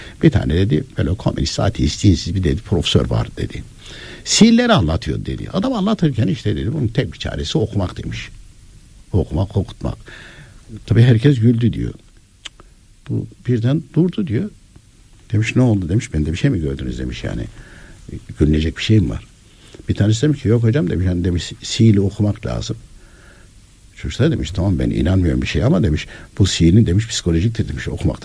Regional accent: Konya, Turkey; Mesela daha önce yıllardır Türkiye Gazetesi ve TGRT'e anlata ben de kendim Konyalıyım.

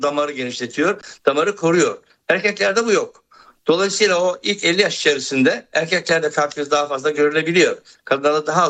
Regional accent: Erzurum, Turkey; Bana çay konusunda kötü bir şey söyletemezsiniz. Ben çünkü Erzurumluyum.

